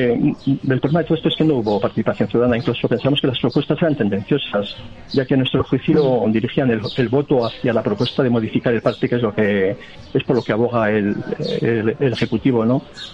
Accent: Basque Country, Spain

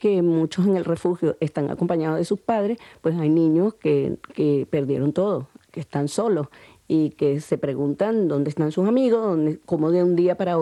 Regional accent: Caracas, Capital District, Venezuela; Yo soy de Caracas, pero la zona donde tengo el centro cultural es Chichiviriche

